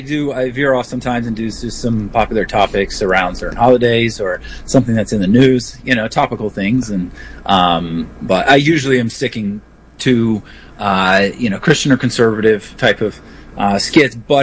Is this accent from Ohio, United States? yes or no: no; Tampa, Florida, United States; now in Philadelphia, United States; And I was raised in a Baptist church, and I'm from Tampa, Florida originally, moved up to Philadelphia for work, and I found a home up here.